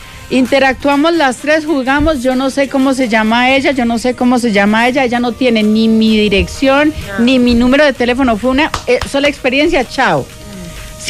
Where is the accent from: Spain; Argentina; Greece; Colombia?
Colombia; Pereira, Risaralda; Y el siguiente sería el 28 en la ciudad de Pereira, en mi tierra